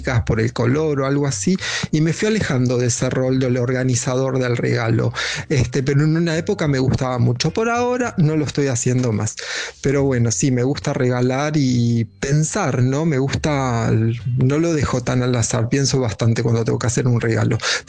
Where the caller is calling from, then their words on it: Acasuso, Buenos Aires Province, Argentina; Hola Luisa, buenas noches. … de Acasuso.